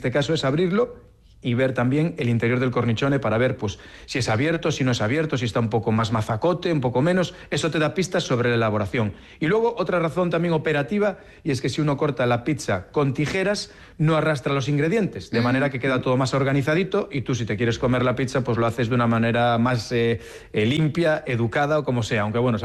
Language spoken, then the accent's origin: Spanish; Galicia, Spain; accent: Galician; yo evidentemente ya no me puedo esconder con mi acento, de dónde vengo, de dónde soy, y tenía que haber esa parte gallega